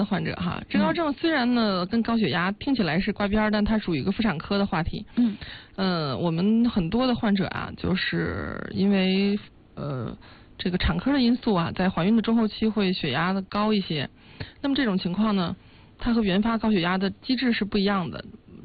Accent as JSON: {"language": "Chinese", "country": "China", "said": "我们中国人"}